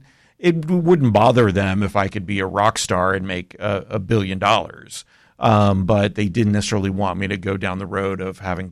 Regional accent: United States; also born or lived in Canada; Being an almost first generation American myself, because I was born in Canada, but we moved down when I was a month old. So I have lived here my entire life. So nearly first generation, still a Canadian citizen, but same thing. Older school kind of family, came from Greece.

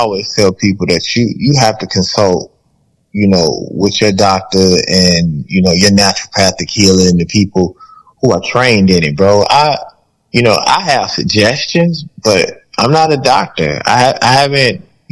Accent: the South, United States; I'm a Southerner

